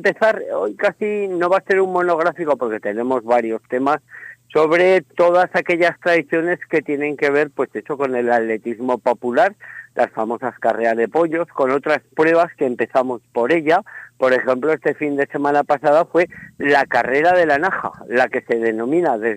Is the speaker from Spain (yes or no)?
yes; Spain; soy español, nacido en España, estoy orgullosísimo, pero joroba, paso a Francia